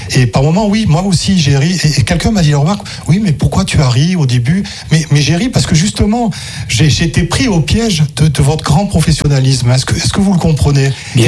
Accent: Cannes, Provence-Alpes-Côte d'Azur, France; j'adore voir des films, et depuis très longtemps, j'ai grandi à Cannes, je suis accrédité au festival, c'est 400 films par an.

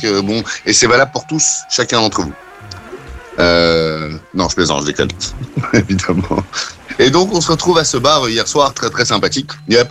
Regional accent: Belgium; Oui, mais les Belges, je suis belge

